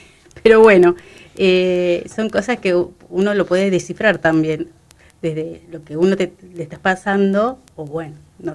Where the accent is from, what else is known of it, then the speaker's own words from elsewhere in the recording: Buenos Aires, Argentina; born there; moved away; yo me acuerdo de chica, con creo que 12 años, y allá en Buenos Aires